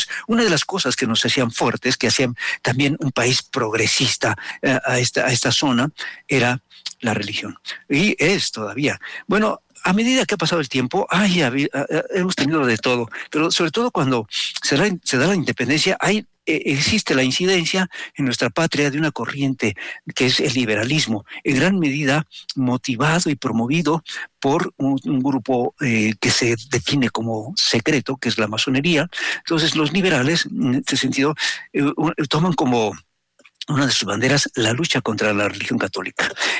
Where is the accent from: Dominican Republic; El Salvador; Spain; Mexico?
Mexico